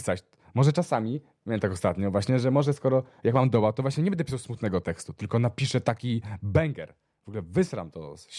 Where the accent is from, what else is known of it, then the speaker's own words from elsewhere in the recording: Warsaw, Masovian Voivodeship, Poland; Ja jestem z Mokotowa. Na Mokotowie po prostu … działali.